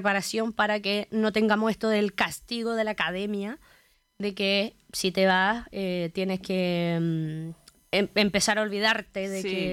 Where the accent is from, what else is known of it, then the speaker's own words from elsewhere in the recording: Osorno, Los Lagos, Chile; moved away; Yo soy nacida y criada en Osorno, estoy acá también intermitentemente